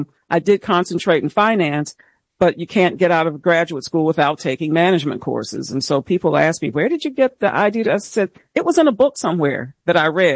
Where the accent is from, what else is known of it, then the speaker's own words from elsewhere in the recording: Pittsburgh, Pennsylvania, United States; now in Delaware, United States; My family is from North Carolina, but I grew up in Pittsburgh. I moved to Delaware in the 90s on a corporate transfer.